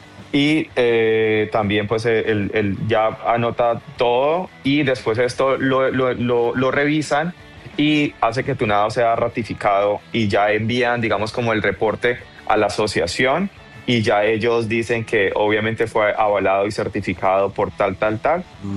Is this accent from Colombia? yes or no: yes; Colombia; now in San Francisco, United States; yo estoy representando a Colombia, uh-huh, porque pues soy nadador colombiano.